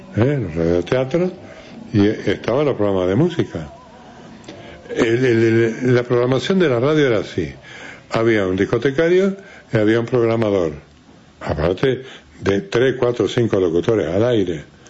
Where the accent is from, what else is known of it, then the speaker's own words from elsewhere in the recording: Rocha, Uruguay; moved away; Yo cuando me vine de Rocha, vine a estudiar para bancario.